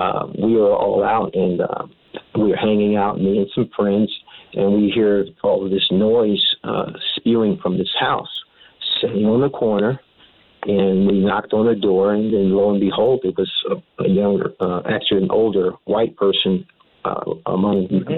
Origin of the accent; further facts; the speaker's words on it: Rhode Island, United States; because I'm primarily from Rhode Island